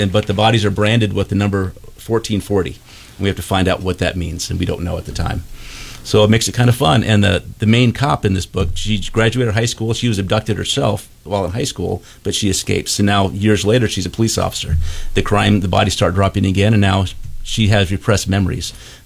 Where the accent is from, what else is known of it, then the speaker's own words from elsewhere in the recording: Arizona, United States; And growing up in Arizona, I had no idea what a Youper was.